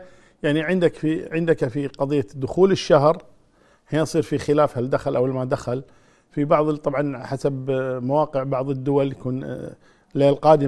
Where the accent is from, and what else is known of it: Kuwait